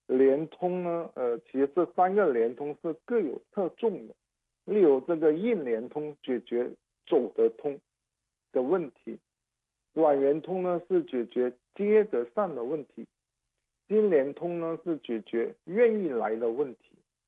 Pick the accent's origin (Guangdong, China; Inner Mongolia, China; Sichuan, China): Guangdong, China; now in Hong Kong; 老要解释我是香港人，但我的家乡在广东。粤港澳大湾区规划出台之后呢，我就不用这么解释，直接对外称就说我是大湾区人啊